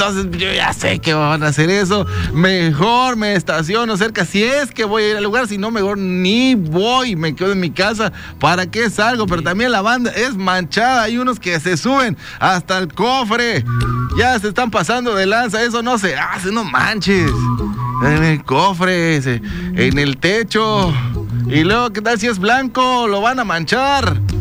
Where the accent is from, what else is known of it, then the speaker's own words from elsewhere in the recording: Mexico; yo soy mexicano, aquí nací, aquí me crié